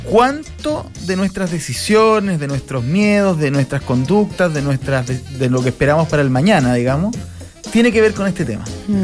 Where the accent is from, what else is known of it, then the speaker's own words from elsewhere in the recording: Mexico; now in Chile; Porque en mi país, México, solo los centros comerciales funcionan en las tardes porque en el día se trabaja.